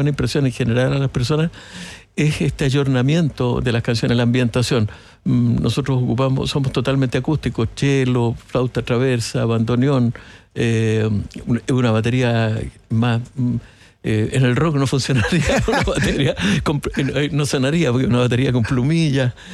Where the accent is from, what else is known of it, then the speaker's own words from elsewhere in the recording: Valparaíso, Chile; Yo soy porteño, nací en Valparaíso, siempre amé al mar, y dije, bueno, siempre voy a buscar volver al mar